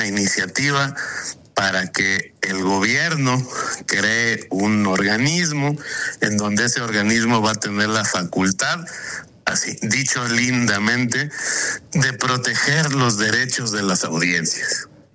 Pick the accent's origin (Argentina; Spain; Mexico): Mexico; con el ejercicio de las libertades de quienes somos simplemente mexicanas y mexicanos.